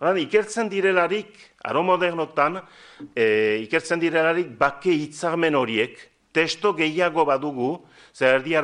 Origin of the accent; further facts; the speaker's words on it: Estérençuby, Nouvelle-Aquitaine, France; ni Estrentzubikoa naiz